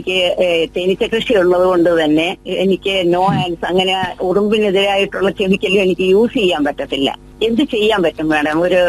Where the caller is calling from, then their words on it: Ulloor, Kerala, India; ഉള്ളൂരിൽ നിന്നാണ് സംസാരിക്കുന്നത്.